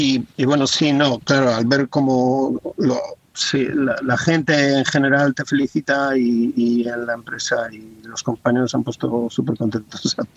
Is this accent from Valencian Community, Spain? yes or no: no; Valladolid, Castile and León, Spain; moved away as an adult; also born or lived in Balearic Islands; now in Guardo, Spain; yo creo que soy el típico de Valladolid.